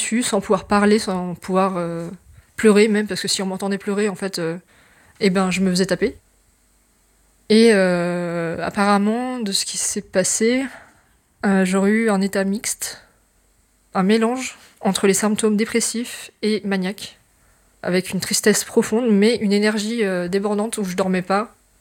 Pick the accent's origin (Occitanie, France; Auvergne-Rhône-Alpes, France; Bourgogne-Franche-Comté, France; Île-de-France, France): Auvergne-Rhône-Alpes, France; now in Grenoble, France; J'ai grandi en Haute-Savoie